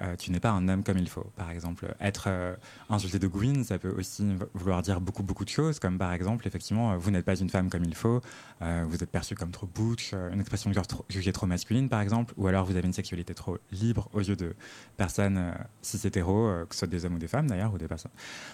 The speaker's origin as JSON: {"language": "French", "country": "Martinique", "said": "Je viens de la Martinique"}